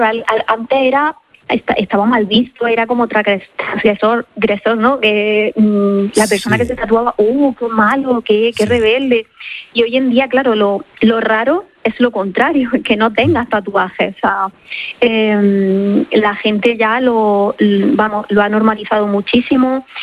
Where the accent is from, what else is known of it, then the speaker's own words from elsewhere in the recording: Almería, Andalusia, Spain; moved away; soy de Almería, aunque llevo muchísimos años aquí, y el mar siempre me ha llamado mucho.